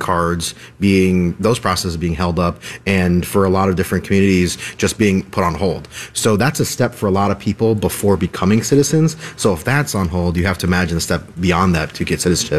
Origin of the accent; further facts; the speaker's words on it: Medina, Ohio, United States; I mean, growing up in Medina, a little bit further away than most suburbs, kids would skip class to go to the parade in Cleveland.